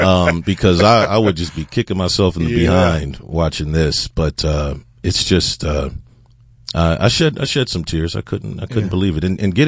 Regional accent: San Antonio, Texas, United States; Not at all. I'm from Texas.

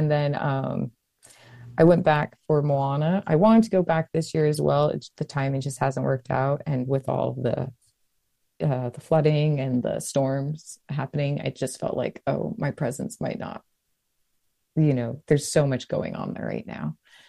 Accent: Hawaii, United States; born or raised there

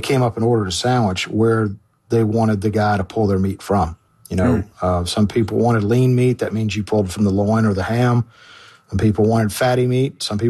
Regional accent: Memphis, Tennessee, United States; born there; Well, it's even worse than that, between Mississippi and Connecticut. I was born in Memphis. Our family farm, both my parents, both sides of my family are from Corinth, Mississippi.

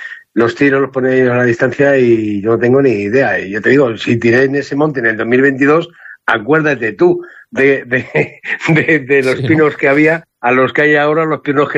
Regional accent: Ávila, Castile and León, Spain; ¿cómo lo hacemos en mi pueblo? Bueno, Ávila

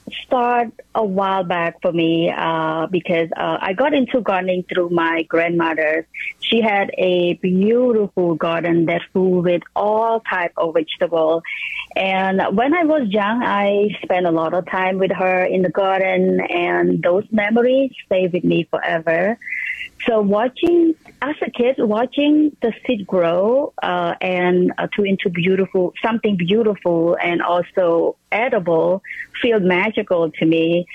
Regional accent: Cambodia; moved away; I grew up in Cambodia, we in the Southeast Asia.

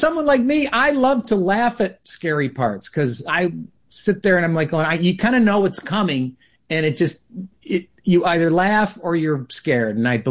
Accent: Clifton Springs, New York, United States; I said, I'm from upstate New York. I grew up in upstate New York.

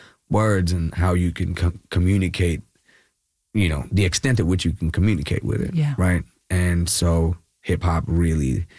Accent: Kerala, India; English is a second language; now in Bangalore, India; so I'm from Kerala, but I actually moved to Bangalore.

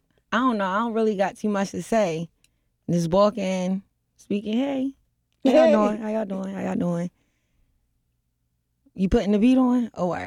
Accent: Baltimore, Maryland, United States; I grew up in Cherry Hill, always went to school over west.

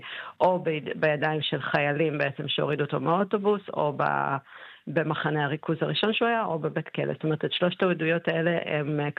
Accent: Argentina; now in Israel; וכמוני שבעצם אני ישראלית, אבל אני גם מאוד ארגנטינאית בו זמנית.

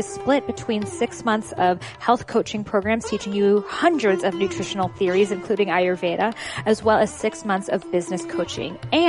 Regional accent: Boston, Massachusetts, United States; I know for me, growing up in Boston, which is very close to Salem, Massachusetts, which is where the original witch trials happened.

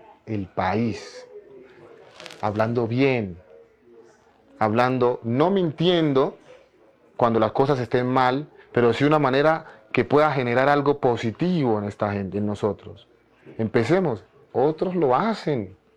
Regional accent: Quibdó, Chocó, Colombia; Yo soy de Quibdó, sí.

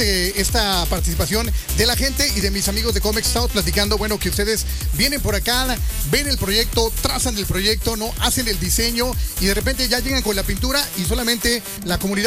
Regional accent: Mexico; nos criamos aquí en Cifac

